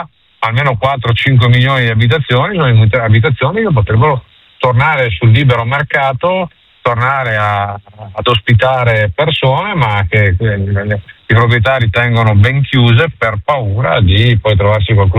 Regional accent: Padua, Veneto, Italy; Io sono padovano

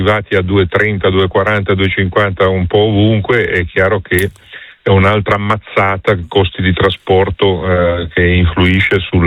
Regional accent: Liguria, Italy; Io poi, per esperienza, essendo ligure

